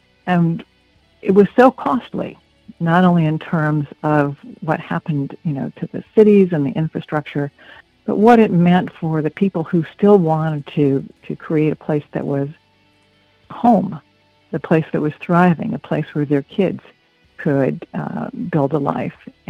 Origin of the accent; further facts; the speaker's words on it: Flint, Michigan, United States; I was born in Flint, Michigan. My dad worked for AC Spark Plug, which was part of General Motors, for almost all of his career.